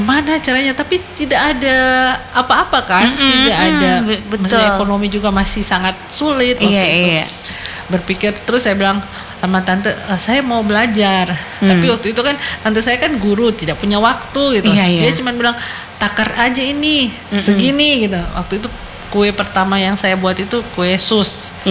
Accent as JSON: {"language": "Indonesian", "region": "Gorontalo", "country": "Indonesia", "tie": "born there", "moved": "yes", "said": "saya kan kelahiran Gorontalo."}